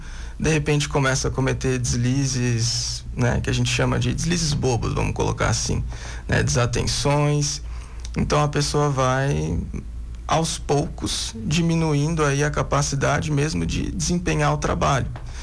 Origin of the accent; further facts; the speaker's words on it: São Paulo, Brazil; now in Lages, Brazil; sou do interior de São Paulo.